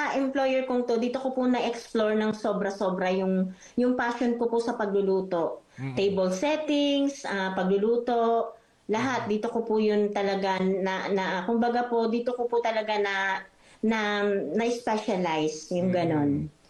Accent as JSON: {"language": "Tagalog", "town": "Tanauan", "region": "Calabarzon", "country": "Philippines", "said": "Opo, taga Batangas din po yung aking asawa. Taga Talaga po kami kay Apolinario Mabini, ng ating bayani."}